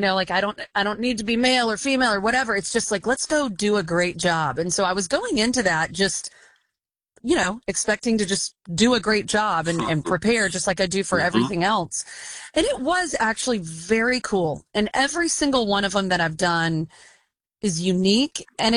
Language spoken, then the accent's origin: English; Alabama, United States; now in San Francisco Bay Area, United States; But I'm from Alabama. My husband is from Mississippi.